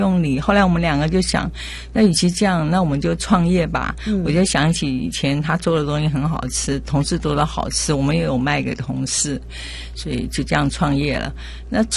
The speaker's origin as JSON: {"language": "Chinese", "country": "Taiwan", "tie": "born or raised there", "said": "因为我公婆都是山东日照人嘛，那我自己也是外省小孩，从小在空军眷村长大，我的母亲是北方人，很喜欢吃面食"}